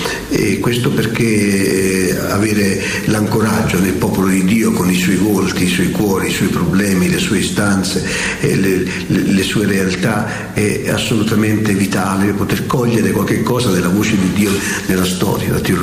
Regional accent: Campania, Italy; come capita un po' dalle nostre parti campane, napoletane

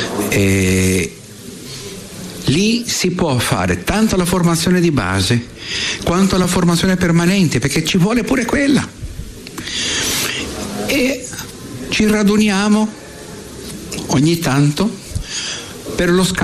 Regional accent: Brazil; Io vengo dal Brasile

